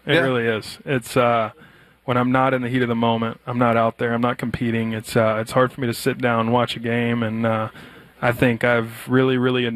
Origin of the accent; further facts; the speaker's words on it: Tennessee, United States; About 20 miles north of Memphis, Tennessee.